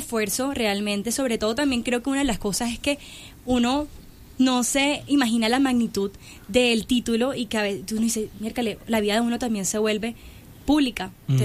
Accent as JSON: {"language": "Spanish", "town": "Barranquilla", "region": "Atlántico", "country": "Colombia", "said": "la barranquillera, de verdad, uno aprende primero a bailar."}